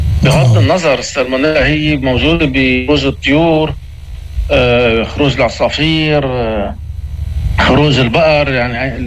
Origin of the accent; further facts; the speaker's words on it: Lebanon; موجود عندنا بلبنان